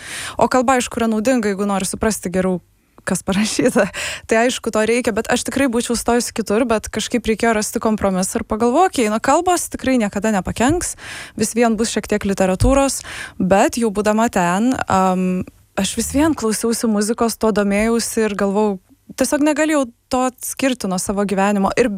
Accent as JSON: {"language": "Lithuanian", "town": "Šiauliai", "region": "Šiauliai County", "country": "Lithuania", "tie": "born or raised there", "moved": "yes", "said": "Ir šiaip aš užaugau Šiauliuose."}